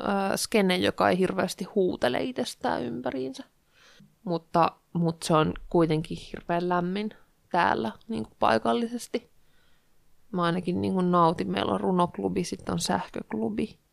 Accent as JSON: {"language": "Finnish", "town": "Helsinki", "region": "Uusimaa", "country": "Finland", "tie": "born or raised there", "moved": "as an adult", "lives_now": "Jyväskylä, Finland", "said": "Helsingistä mä oon Vuosaaresta kotoisin, mutta en kaipaa sinne."}